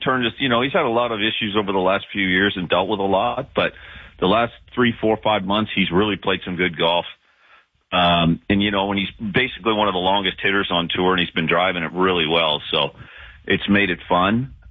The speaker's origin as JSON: {"language": "English", "country": "United Kingdom", "said": "I'm British."}